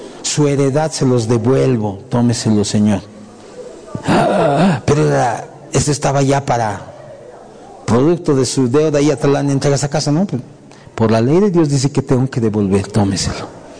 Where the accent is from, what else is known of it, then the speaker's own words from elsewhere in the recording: Bolivia; Nosotros también somos bolivianos.